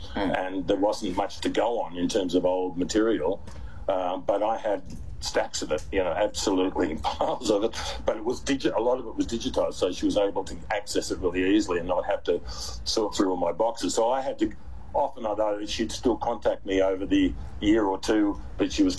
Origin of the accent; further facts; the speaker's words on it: Melbourne, Victoria, Australia; moved away as an adult; also born or lived in Sydney; when I moved to Sydney in the 1980s. I was born in Sydney, and so was my family. But we lived in Melbourne for most of our, you know, formative years.